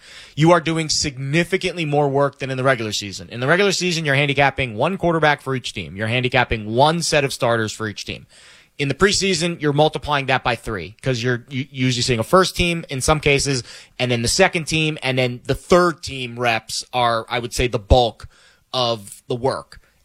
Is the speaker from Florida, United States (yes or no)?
yes; Florida, United States; Like, I grew up in South Florida and in the 90s, and that's when Sawgrass Mills Mall, for those who are from that area, you know what that is.